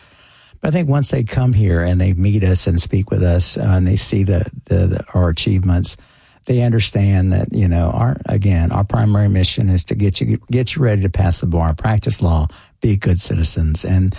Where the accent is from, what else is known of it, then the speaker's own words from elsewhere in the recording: Texas, United States; now in Tennessee, United States; I'm a proud Tennessean. I'm still a proud Texan.